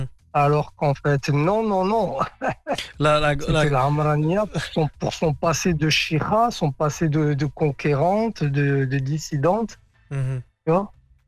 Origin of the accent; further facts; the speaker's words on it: Beni Mellal, Béni Mellal-Khénifra, Morocco; Et là, je revois les images de quand j'étais gamin, qu'on était au Gdem El Bab à Bni Mellal, sur Bouachouch, et où je comprenais pas pourquoi.